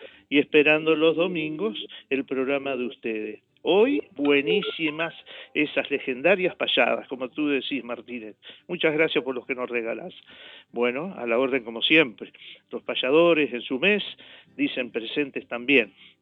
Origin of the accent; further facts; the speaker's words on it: Canelones, Uruguay; Si está en plena zafra de carneadas, como decimos los canarios